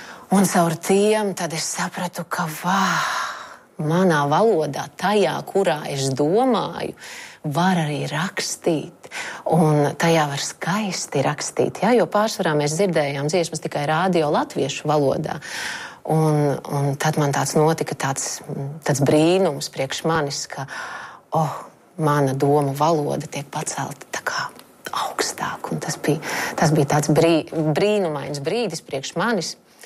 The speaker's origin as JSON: {"language": "Latvian", "region": "Latgale", "country": "Latvia", "also_born_or_lived": "Riga / England", "said": "Esmu latgaliete."}